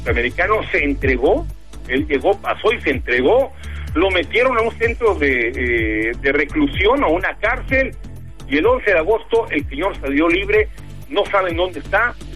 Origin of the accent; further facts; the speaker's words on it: Mexico; Como mexicanos, obtener un pasaporte.